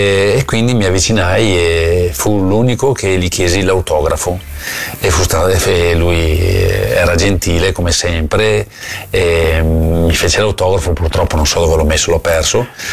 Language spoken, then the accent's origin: Italian; Selvazzano Dentro, Veneto, Italy; moved away; del mio paese, lo nomino perché mi emoziona, Caselle di Selvazzano